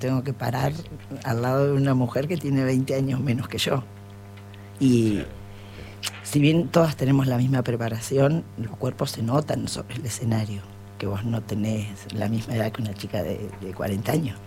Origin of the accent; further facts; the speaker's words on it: Argentina; now in Zapala, Argentina; soy la única argentina que compite con esta edad.